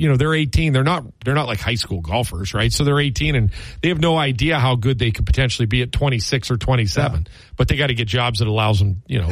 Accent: Steubenville, Ohio, United States; Listen, I grew up in Steubenville.

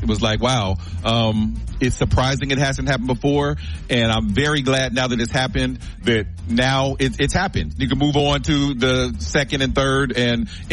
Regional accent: Cincinnati, Ohio, United States; Yeah, you know, I'm a Reds fan. You know, they're my hometown team.

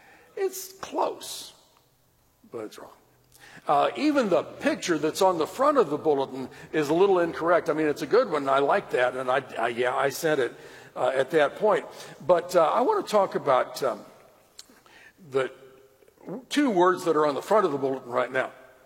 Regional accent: Missouri, United States; I'm from Missouri.

